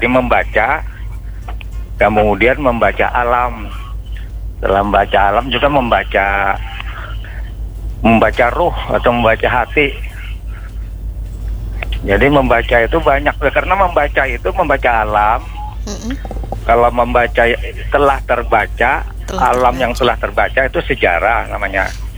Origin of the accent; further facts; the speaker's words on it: Banjarmasin, South Kalimantan, Indonesia; Jadi untuk itu dapat dipastikan bahwa kita warga Banjarmasin dan Banua Lima ini termasuk orang-orang yang beradab.